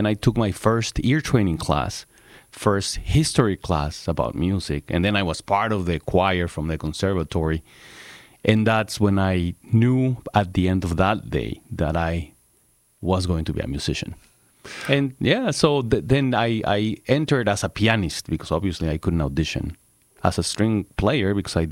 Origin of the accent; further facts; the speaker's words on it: Torreón, Coahuila, Mexico; moved away; I remember growing up in Torreón, next to Lerdo, sister city, by the way.